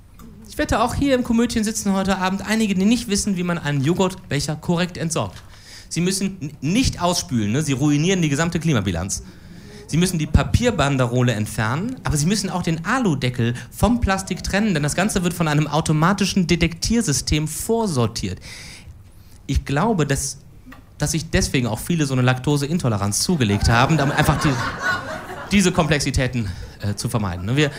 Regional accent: Cologne, North Rhine-Westphalia, Germany; Ich musste mich jetzt, als Kölner, ich musste mich jetzt entscheiden

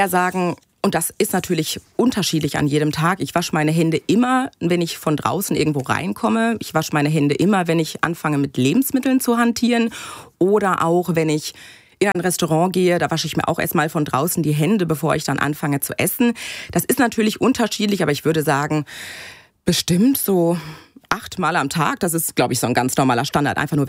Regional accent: Bochum, North Rhine-Westphalia, Germany; Ich komme gebürtig aus Bochum, richtig. Meine Oma, die war aber ansässig in Herne

